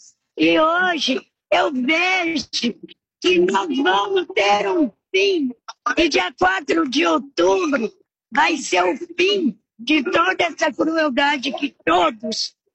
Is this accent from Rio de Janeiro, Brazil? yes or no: no; Guararapes, São Paulo, Brazil; Guararapes, interior de São Paulo.